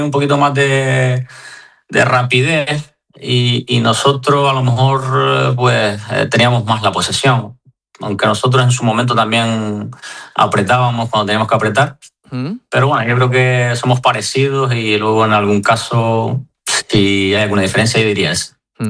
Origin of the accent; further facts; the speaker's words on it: Arguineguín, Canary Islands, Spain; now in Madrid, Spain; estuve en verano en mi pueblo, en Arineí